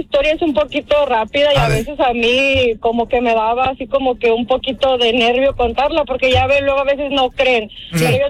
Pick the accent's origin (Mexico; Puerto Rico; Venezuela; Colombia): Mexico; Michoacán; Yo soy de allá originaria, de un ranchito entre Apatzingán y Parácuaro, Michoacán